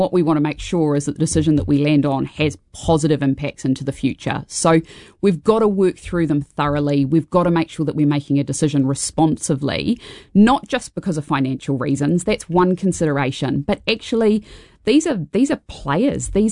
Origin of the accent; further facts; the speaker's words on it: New Zealand; as a New Zealander